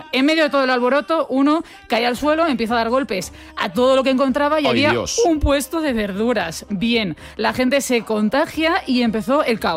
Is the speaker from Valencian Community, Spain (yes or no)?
yes; Gandia, Valencian Community, Spain